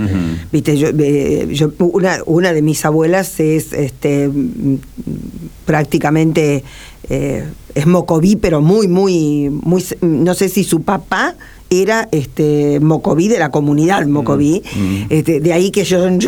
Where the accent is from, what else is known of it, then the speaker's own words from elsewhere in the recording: Santa Fe, Argentina; somos todos santafesinos